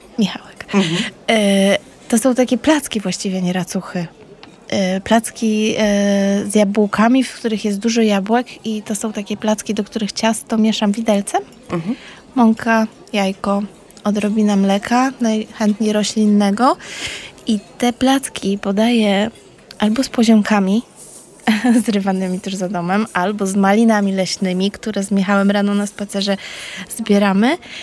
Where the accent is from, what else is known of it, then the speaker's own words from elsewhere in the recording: Warmian-Masurian Voivodeship, Poland; born there; Ja się urodziłam na Warmii.